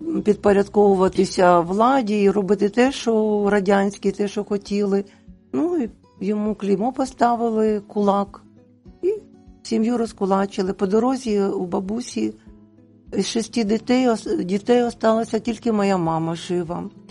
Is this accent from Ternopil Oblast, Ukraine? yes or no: no; Torez, Donetsk Oblast, Ukraine; Я народилася у місті Торезі. Сьогодні він стару свою назву має у нас на Україні, Чистяково.